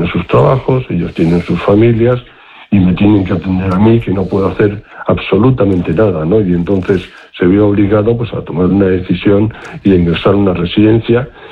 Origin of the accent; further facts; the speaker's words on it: Basque Country, Spain; Yo soy vasco y estoy acostumbrado a escuchar, pues allí estoy acostumbrado a escuchar